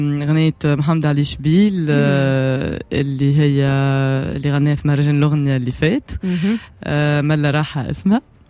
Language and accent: Arabic; Tunisia; احنا من تونس